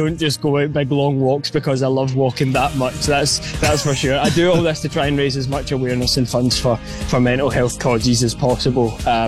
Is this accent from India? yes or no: no; Scotland, United Kingdom; being the Scottish version